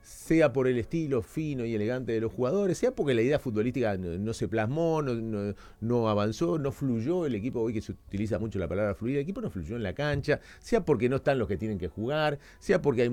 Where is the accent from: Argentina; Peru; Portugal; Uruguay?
Uruguay; nunca voy a perder el optimismo porque soy tan uruguayo como ustedes que están del otro lado